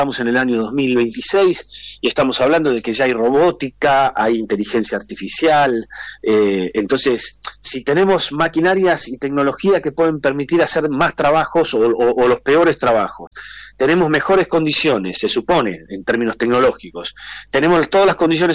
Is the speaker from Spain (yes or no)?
no; Argentina